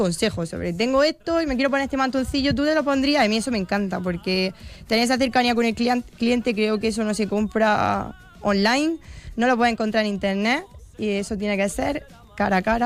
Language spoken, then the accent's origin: Spanish; Baza, Andalusia, Spain; a mí me encanta vender cosas de mi pueblo